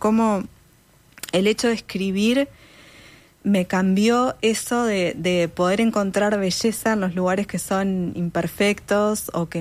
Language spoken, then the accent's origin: Spanish; Montevideo, Uruguay; En Montevideo. ¿En qué parte? En La Teja.